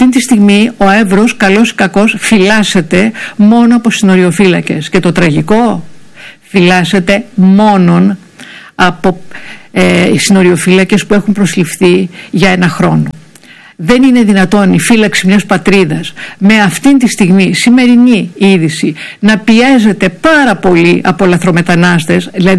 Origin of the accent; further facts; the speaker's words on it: Orestiada, Eastern Macedonia and Thrace, Greece; εγώ που πήγαινα στο γυμνάσιο, στο Μικτόν Γυμνάσιο Ορεστιάδος